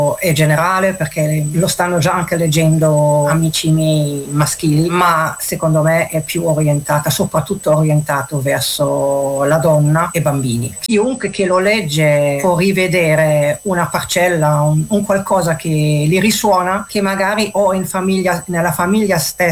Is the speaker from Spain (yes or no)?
no; Germany; Germania.